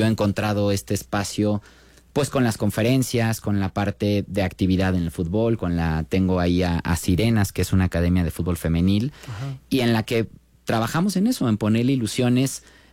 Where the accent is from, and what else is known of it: Mexico